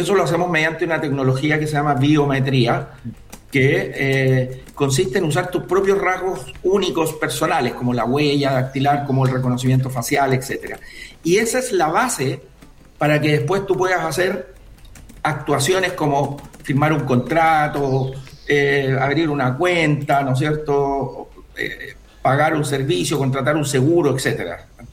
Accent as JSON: {"language": "Spanish", "country": "Chile"}